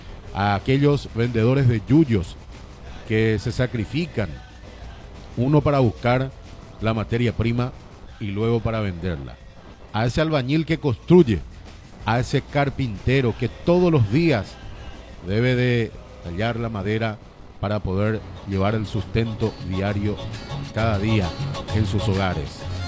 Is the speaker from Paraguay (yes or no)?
yes; Paraguay; Porque hoy, unidos, con un abrazo fraterno, como paraguayos, vamos a estar celebrando.